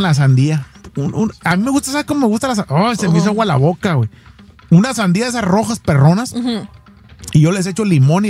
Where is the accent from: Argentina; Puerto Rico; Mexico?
Mexico; Guasave, Sinaloa; moved away; yo me acuerdo cuando estaba morro que. Uh-huh. Allá de donde soy yo, de Sinaloa, de Estación Capoma, Guasave, Sinaloa, México.